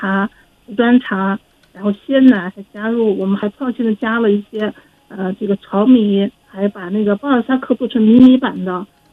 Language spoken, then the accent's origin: Chinese; Xinjiang, China; 因为江就代表了咱们新疆，来自新疆嘛，是我们生长热爱的这片土地